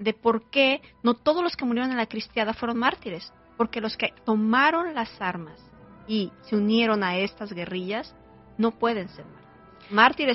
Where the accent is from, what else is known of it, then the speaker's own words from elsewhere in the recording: Jalisco, Mexico; moved away; yo que crecí por ahí, por los Altos de Jalisco